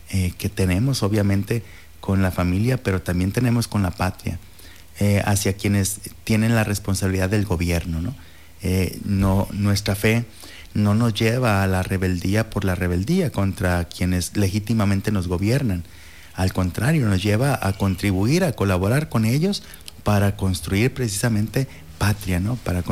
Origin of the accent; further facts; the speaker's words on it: Mexico; es necesario que nosotros como mexicanos, miembros, integrantes de esta patria, seamos realistas